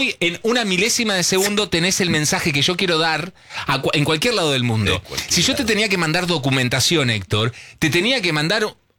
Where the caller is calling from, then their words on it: General Roca, Río Negro, Argentina; Hola, Marito … de General Roca, Río Negro.